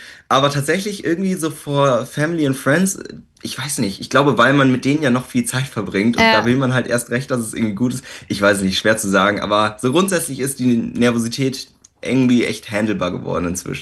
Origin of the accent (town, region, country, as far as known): Landsberg am Lech, Bavaria, Germany; born there; moved away as an adult; now in Berlin, Germany